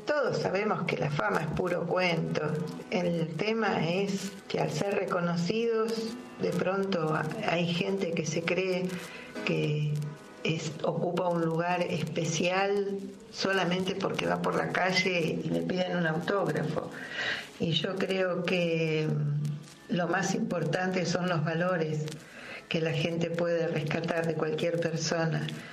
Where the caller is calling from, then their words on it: Devoto, Buenos Aires, Argentina; Les dejo un cariño muy grande.